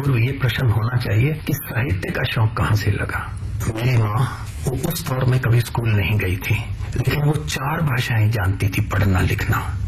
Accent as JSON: {"language": "Hindi", "town": "Karnal", "region": "Haryana", "country": "India", "tie": "born there", "said": "मेरा जन्म अविभाजित पंजाब, आज वो क्षेत्र हरियाणा में है, करनाल के एक छोटे से गांव में हुआ। देश का विभाजन हुआ था, बड़ी कठोर परिस्थितियां थी, परिवार वहां आया"}